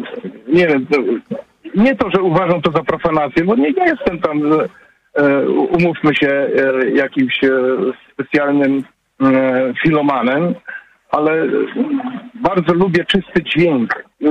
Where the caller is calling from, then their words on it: Germany; mieszkam w Niemczech